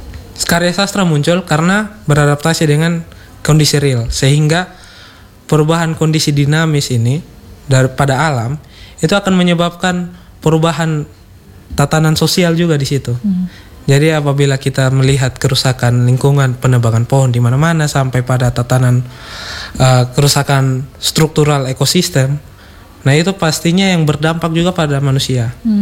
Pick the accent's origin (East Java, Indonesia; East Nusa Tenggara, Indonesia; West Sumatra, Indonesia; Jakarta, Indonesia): East Nusa Tenggara, Indonesia